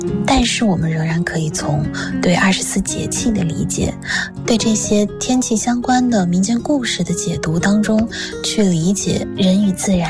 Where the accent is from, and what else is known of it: China